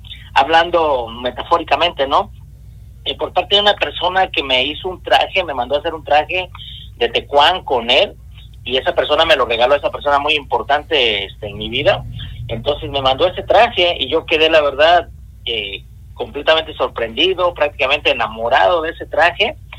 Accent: Acatlán de Osorio, Puebla, Mexico; moved away; aunque yo soy de Acatlán de Osorio, pero yo salí hace muchos años de allá.

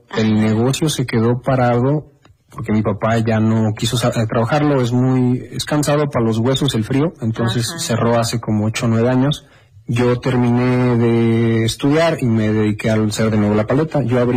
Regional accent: Libres, Puebla, Mexico; yo soy nacido aquí en el hospital, en el antiguo hospital.

